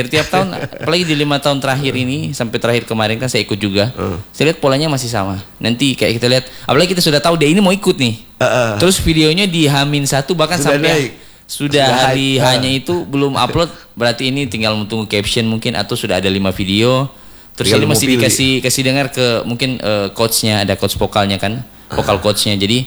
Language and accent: Indonesian; Manado, North Sulawesi, Indonesia; Sebenarnya bilang ngelogatnya ini udah campur aduk karena kan kita Manado kan, artinya basic kita kan Manado.